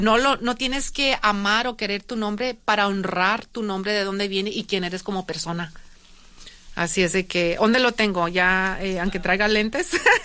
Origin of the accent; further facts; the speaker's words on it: Nayarit, Mexico; now in United States; soy mexicana, inmigrante, orgullosa de venir de la sierra de Nayarit, o sea, de honrar de dónde vengo, o sea, tan lejos